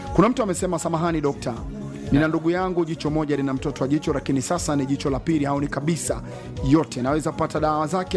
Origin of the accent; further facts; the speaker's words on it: Kiwere, Iringa, Tanzania; natokea Kiwere.